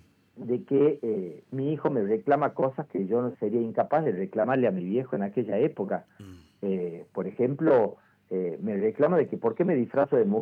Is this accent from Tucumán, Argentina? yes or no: yes; Famaillá, Tucumán, Argentina; yo soy del interior, soy de Tucumán. Y de Tucumán soy del interior, soy de Famayá. Soy del interior del interior, me siento más o menos el inferior del país, una cosa así.